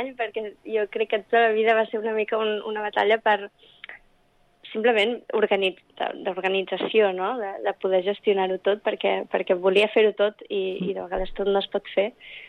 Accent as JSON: {"language": "Catalan", "town": "Barcelona", "region": "Catalonia", "country": "Spain", "tie": "born or raised there", "first_language": "English", "second_language": "Catalan", "moved": "yes", "lives_now": "Brussels, Belgium"}